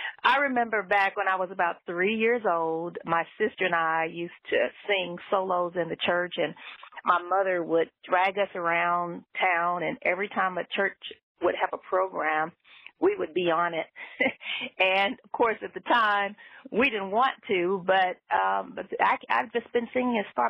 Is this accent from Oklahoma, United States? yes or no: yes; Oklahoma City, Oklahoma, United States; moved away as an adult; also born or lived in Germany / Kansas / Atlanta; I grew up in Oklahoma City. I spent all of my elementary school years there